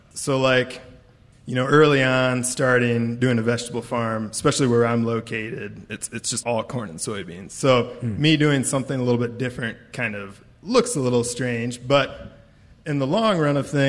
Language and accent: English; Coggin, United States; So, growing up in Coggin, being there my whole life, and I actually own the farm down the road from the family farm that I grew up on.